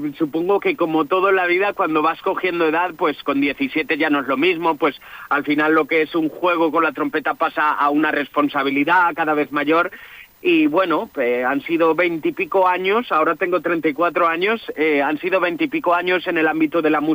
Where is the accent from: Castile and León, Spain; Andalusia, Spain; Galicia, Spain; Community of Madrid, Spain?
Galicia, Spain; Vigo; Yo soy gallego, en Vigo